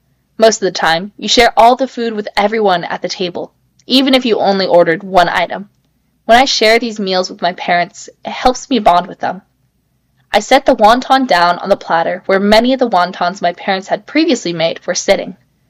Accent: Bagaluru, Karnataka, India; Born and raised in Bagaluru, Karnataka, and I am going to ninth grade next year. I can speak Malayalam, Tamil, Hindi, and Kannada, along with English.

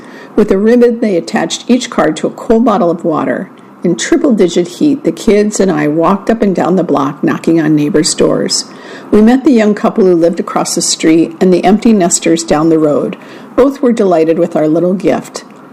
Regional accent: Roanoke, Virginia, United States; born or raised there

